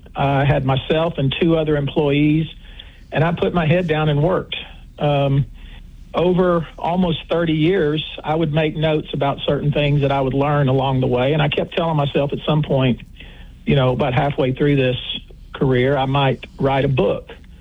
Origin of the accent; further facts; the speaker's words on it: Cass County, Texas, United States; moved away; I came from Cass County. My dad cut meat. My mother drove our school bus.